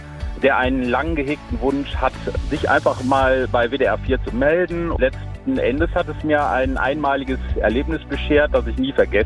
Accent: Cologne, North Rhine-Westphalia, Germany; Ich bin eine Kölsche Jung

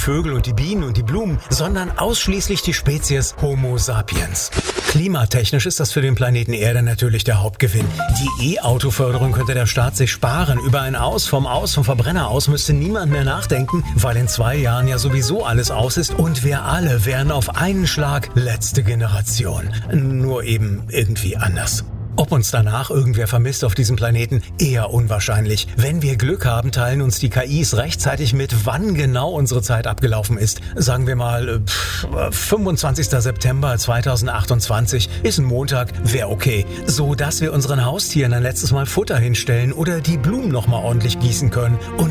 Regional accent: Germany; wir als Deutsche

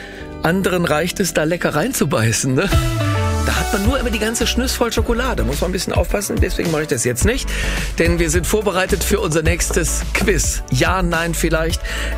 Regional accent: Straelen, North Rhine-Westphalia, Germany; Wir sind weit weg von Grevenbroich und auch von meiner Heimatstadt Strahlen

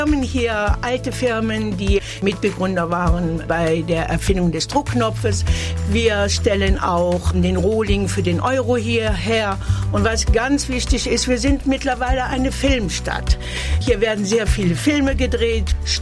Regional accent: Stolberg, North Rhine-Westphalia, Germany; now in Stolberg, Germany; Ich bin aufgewachsen in dem Ortsteil Stolberg-Fischt, wohne seit ca. 50 Jahren in Stolberg

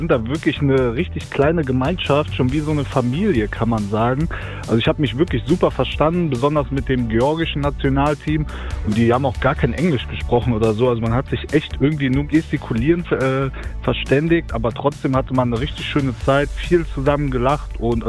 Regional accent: North Rhine-Westphalia, Germany; Ja, ich bin wirklich mega stolz, da auch meine Heimat repräsentieren zu dürfen und auch das Sauerland zu vertreten.

